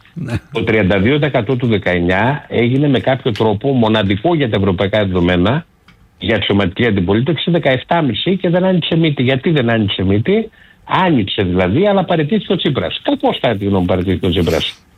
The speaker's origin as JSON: {"language": "Greek", "town": "Amaliada", "region": "Western Greece", "country": "Greece", "tie": "born or raised there", "said": "Είναι αναμφίβολα, όπως λέμε στο χωριό μου στην Αμαλιάδα, ένας τσάρμι τύπος."}